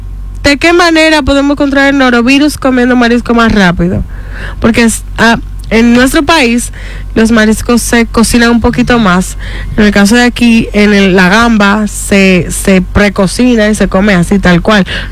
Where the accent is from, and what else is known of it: Dominican Republic